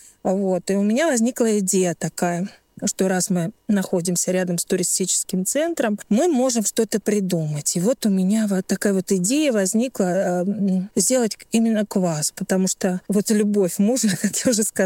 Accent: Krasny Kholm, Tver Oblast, Russia; born there; Я родилась в Тверской области, город Красный Холм.

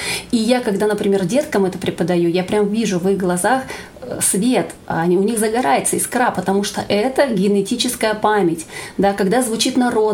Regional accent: Siberia, Russia; большая моя любовь – это моя малая родина. Это несмотря на то, что я уже более 15 лет проживаю в центральном регионе, я очень люблю Сибирь.

